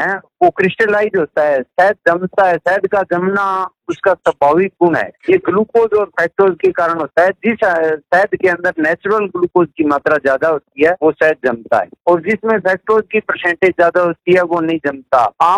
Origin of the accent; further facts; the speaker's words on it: Lalgarh Jatan, Rajasthan, India; मैं लालगढ़ जाटान जिला श्री गंगानगर का निवासी हूं